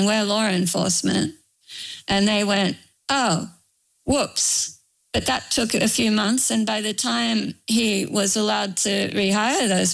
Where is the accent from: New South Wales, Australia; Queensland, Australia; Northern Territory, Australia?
New South Wales, Australia; Sydney; because my hometown paper, the Sydney Morning Herald, recruited a class of cadet reporters every year.